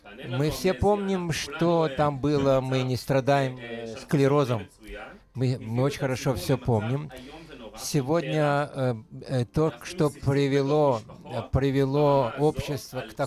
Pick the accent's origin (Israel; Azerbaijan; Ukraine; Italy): Israel; Haifa, Haifa District; Я рос в Хайфе на Адаре, там очень много русскоговорящих людей.